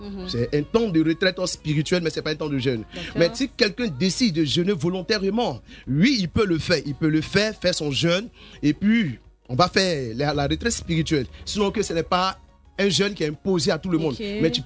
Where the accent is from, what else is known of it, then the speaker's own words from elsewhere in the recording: Côte d’Ivoire; ici en Côte d'Ivoire